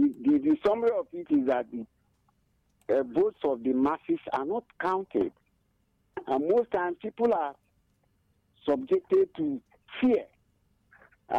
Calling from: Abani, Enugu State, Nigeria; I'm calling from Abani, Nkanu West.

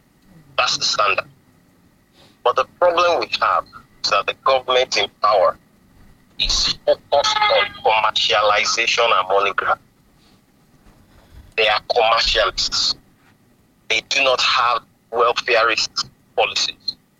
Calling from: Nigeria; I'm calling from Olio.

